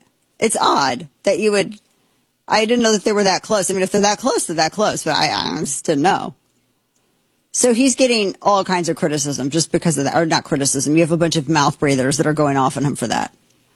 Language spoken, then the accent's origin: English; the Ozarks, United States; Dude, and I'm not saying this is a pejorative, but I'm from Ozarks.